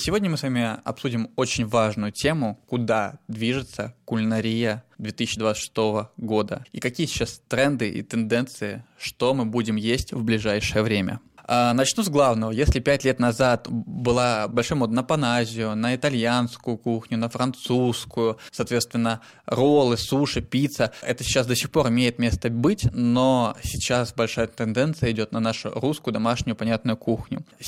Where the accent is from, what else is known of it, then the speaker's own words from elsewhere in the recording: Sebezh, Pskov Oblast, Russia; Я вырос в Себеже, и в Себеже это замечательный озерный край, и там бесконечное количество природных ресурсов. Я даже помню, я в детстве, кстати, торговал ягодами, яблоками, грибами на рынке.